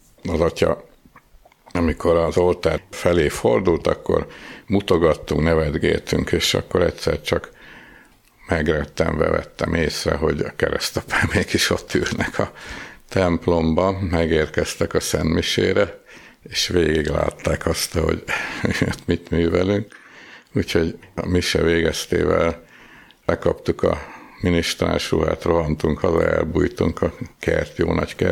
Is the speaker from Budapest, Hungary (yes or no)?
yes; Budapest, Hungary; 7 éves koromtól kezdve húgommal együtt minden szombaton átgyalogoltunk, Rákoshegyen nőttünk föl, Rákoshegy egyik oldaláról a másikra